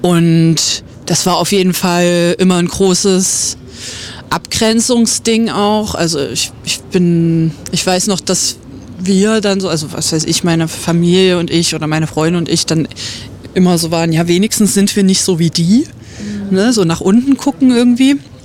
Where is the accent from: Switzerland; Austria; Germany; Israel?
Germany; Dresden, Saxony; ich bin halt in Dresden aufgewachsen